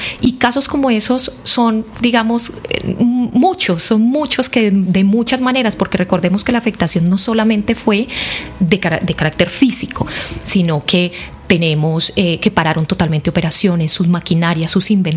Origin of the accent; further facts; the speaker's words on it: Cali, Valle del Cauca, Colombia; hay algo que nos representa como caleños, y es el monumento de la solidaridad.